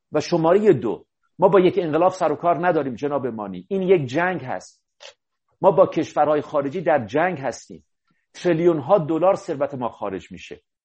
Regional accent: Iran

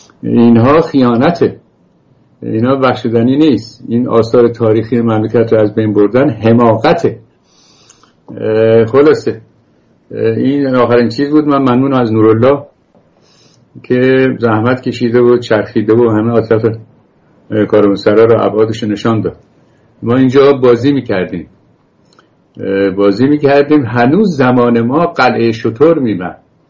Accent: Iran; also born or lived in France / England; now in United States; ما رفتیم به انگلیس و بعد رفتیم به اول فرانسه و بعد انگلستان و از انگلستان آمدیم آمریکا و فرهنگ برای ما بیگانه بود. فرهم برای بیگانه بود. با همون لباس و کتشلواری که ایران میپوشیدیم اینجا هم همونجور.

